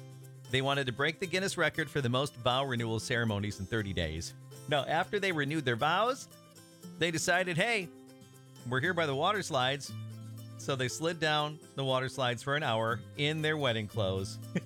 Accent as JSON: {"language": "English", "region": "Wisconsin", "country": "United States", "tie": "born or raised there", "said": "my home state of Wisconsin, where I was born."}